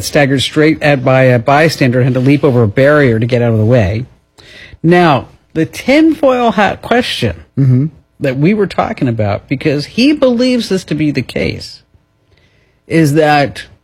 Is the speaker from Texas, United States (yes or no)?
no; New Jersey, United States; accent: New Jersey; That's my New Jersey accent coming out.